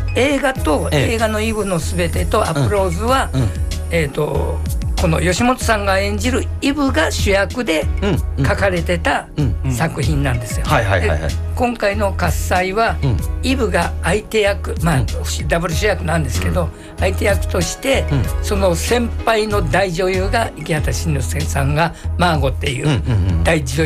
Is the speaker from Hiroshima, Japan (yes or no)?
no; Osaka, Japan; 大阪出身なんですけど。